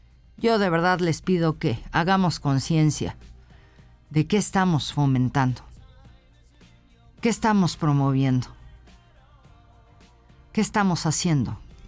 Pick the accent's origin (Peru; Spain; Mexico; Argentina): Mexico; como socios, como mexicanos, como nación.